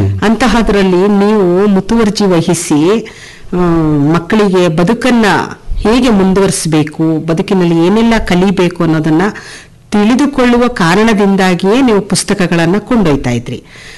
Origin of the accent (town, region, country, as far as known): Kodagu, Karnataka, India